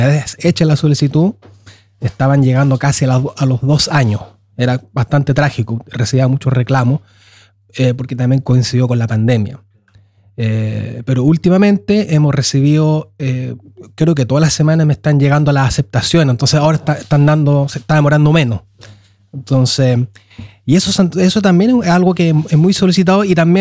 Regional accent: Chile; moved away; nuestras autoridades chilenas

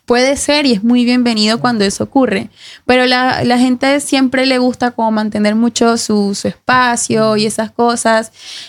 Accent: Barranquilla, Atlántico, Colombia; moved away; Por lo menos yo vengo de Barranquilla, la tierra de … para los que no saben, y de Sofía Vergara.

